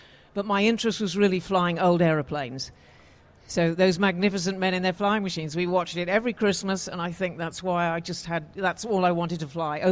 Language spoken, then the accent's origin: English; Canada; also born or lived in England; now in California, United States; Yep, I'm originally from England, but we emigrated to Canada in the 1960s. So my upbringing was really in North America, and I had a kind of frontier, call of the wild upbringing.